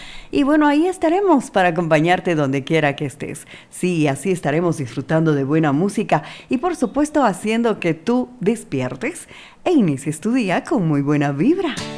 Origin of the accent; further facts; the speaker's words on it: Mexico; Soy de México.